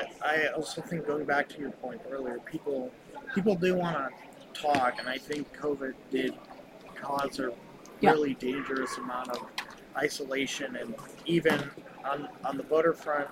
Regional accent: Minnesota, United States; Minnesota, where I'm from

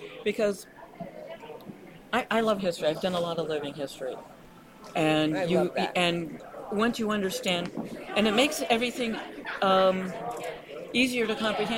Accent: California, United States; moved away; also born or lived in Staten Island; I grew up in California. I was in high school when Reagan was governor.

